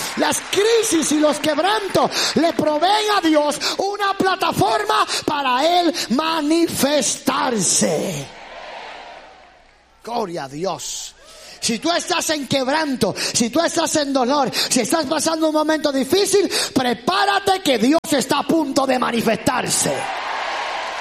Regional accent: Puerto Rico; Puerto Rico, de donde yo vengo

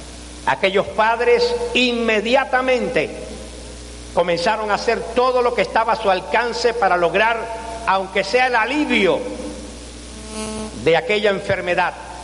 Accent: Havana, Cuba; born there; soy de Cuba, de la ciudad de La Habana.

